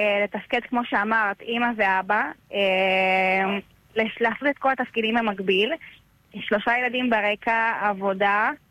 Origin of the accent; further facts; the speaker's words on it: Beersheba, Southern District, Israel; נכון, אז אנחנו מבאר שבע, יש לנו שלושה ילדים